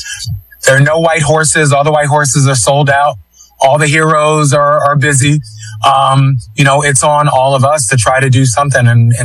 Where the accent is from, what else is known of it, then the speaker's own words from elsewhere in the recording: Philadelphia, Pennsylvania, United States; spent a lot of time growing up in Kensington. And if anybody knows Kensington and Somerset, that's right, the heart of the heroin epidemic.